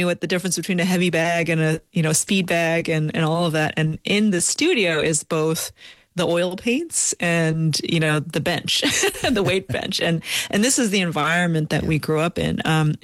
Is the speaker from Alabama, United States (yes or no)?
no; New York, United States; And my brother and I grew up on Long Island in New York, and we were immersed in water and swimming since a very young age